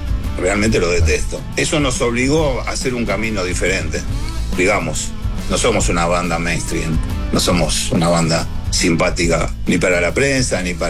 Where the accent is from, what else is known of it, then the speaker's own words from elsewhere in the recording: Argentina; Por eso yo siempre digo que nacimos en Argentina y somos argentinos, pero ya pasamos a otro nivel, ya somos una banda de Latinoamérica